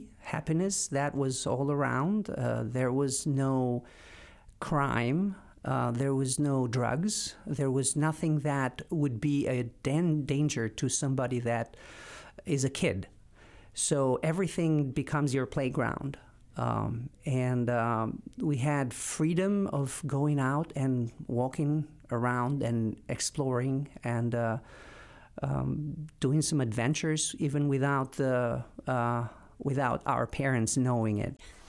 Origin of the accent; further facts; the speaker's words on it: Tirana, Tirana County, Albania; also born or lived in New Jersey; now in Vermont, United States; I was born in Tirana. Albania at the time was a communist country.